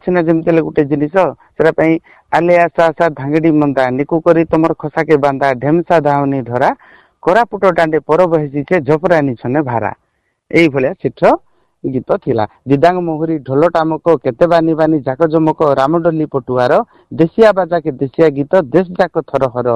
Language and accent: Odia; Odisha, India; accent: Koraputia; କିନ୍ତୁ ଯେତେବେଳେ ଦେଖିଲି ଯେ ଆମର କୋରାପୁଟିଆ ଭାଷା ପ୍ରତି ଅନ୍ୟମାନଙ୍କର ବିମୁଖତା ମୋତେ ଟିକେ ବାଧିଥିଲା